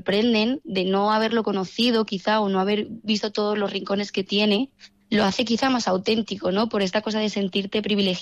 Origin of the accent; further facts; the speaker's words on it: La Cierva, Castilla-La Mancha, Spain; Claro, ¿cómo no voy a decir mi pueblo? Yo digo primero la cierva, ¿no?